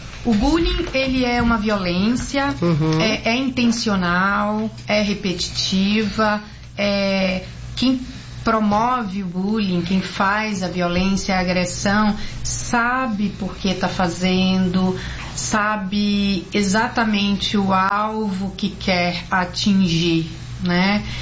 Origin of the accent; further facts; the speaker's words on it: Belém, Pará, Brazil; moved away as an adult; now in São Paulo, Brazil; sou casada, sou mãe de dois, né? De um casal de 17 e 22 anos, sou de Belém do Pará, estou aqui há muitos anos, me formei.